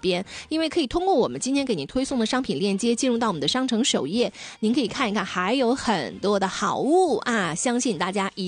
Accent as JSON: {"language": "Chinese", "region": "Northeast China", "country": "China", "said": "我们东北人对这个蚕蛹的喜爱真的是方方面面"}